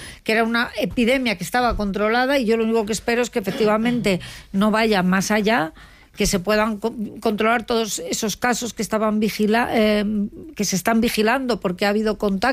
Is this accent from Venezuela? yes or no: no; Madrid, Community of Madrid, Spain; born there; Ahí nací yo, en el Gómez Ulla, sí, claro.